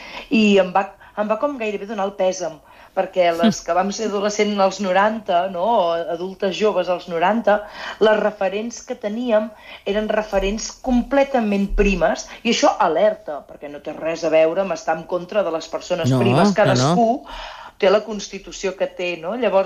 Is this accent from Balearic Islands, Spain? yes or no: no; Torelló, Catalonia, Spain; jo, evidentment, som de Torelló